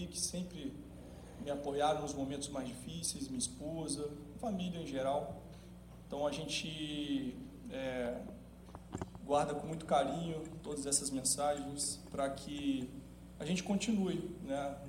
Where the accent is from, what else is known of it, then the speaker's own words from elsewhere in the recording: Brazil; moved away as an adult; eu guardo muito as minhas origens. Origens, nasci e fui criado aqui em Luiz Freire.